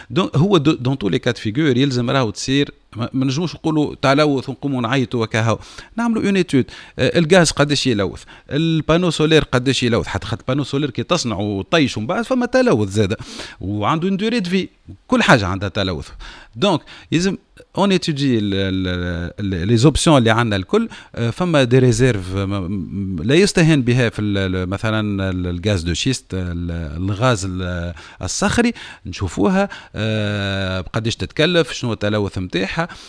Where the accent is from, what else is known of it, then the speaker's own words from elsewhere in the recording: Tunisia; بلادنا تونس